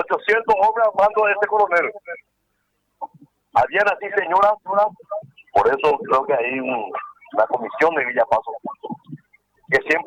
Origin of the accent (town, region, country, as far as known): Paraguay